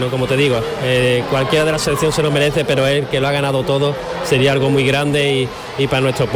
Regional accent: Los Palacios y Villafranca, Andalusia, Spain; de aquí, de mi pueblo, como te digo, hemos crecido

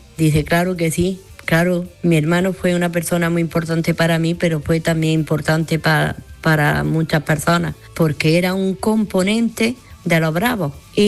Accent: Granada, Andalusia, Spain

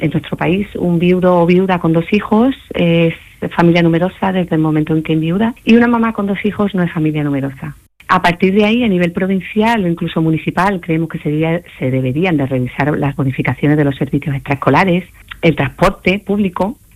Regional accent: Seville, Andalusia, Spain; moved away; En segundo lugar, me mudé a Sevilla, que soy sevillana.

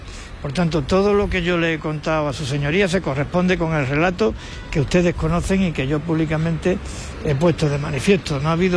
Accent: Ceuta, Spain; lo digo como ceutí y lo digo como español.

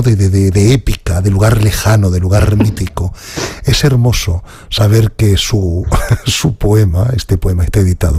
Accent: Andalusia, Spain; ¿Qué relación tiene y mantiene usted con mi tierra, con Andalucía?

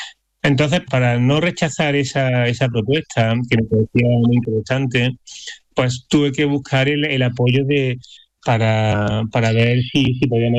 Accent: Córdoba, Andalusia, Spain; también soy de Córdoba

